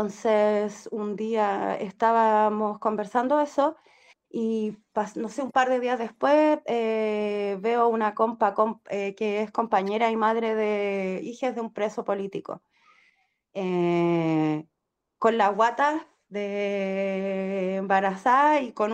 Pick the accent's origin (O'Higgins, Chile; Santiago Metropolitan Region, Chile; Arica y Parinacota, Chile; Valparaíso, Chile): O'Higgins, Chile; Peumo; born there; Yo, una familia numerosa, nací en Peum, un pueblo chico con una cana en el medio del pueblo.